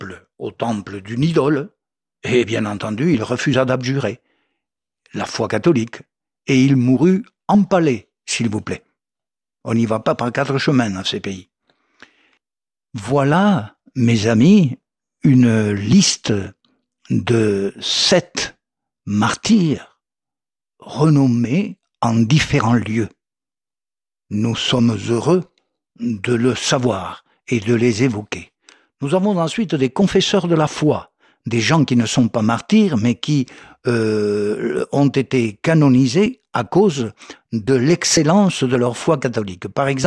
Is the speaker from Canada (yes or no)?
no; France; Nous avons chez nous, en France, un prêtre victime de la persécution durant la Terreur